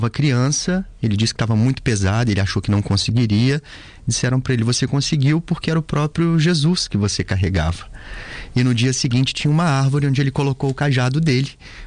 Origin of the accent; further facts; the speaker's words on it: Minas Gerais, Brazil; Sou de Minas.